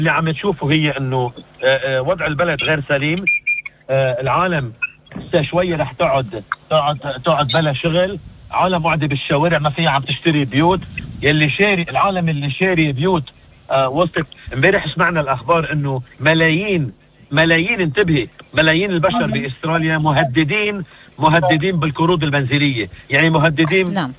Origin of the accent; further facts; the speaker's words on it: Lebanon; ثلاث ارباع الوزراء والنواب الموجودين عندنا بلبنان بالحكومه بدهم اعدام